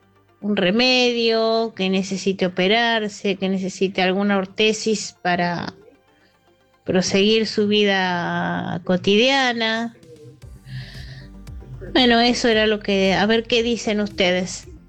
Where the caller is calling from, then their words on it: Buenos Aires, Argentina; de Caballito.